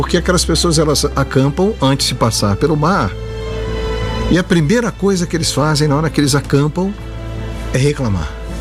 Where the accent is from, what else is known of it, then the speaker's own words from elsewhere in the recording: Minas Gerais, Brazil; somos do estado de Minas Gerais